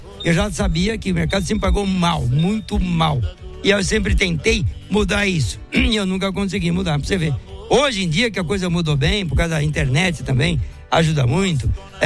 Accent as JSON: {"language": "Portuguese", "region": "São Paulo", "country": "Brazil", "said": "É que São Paulo, sou de São Paulo."}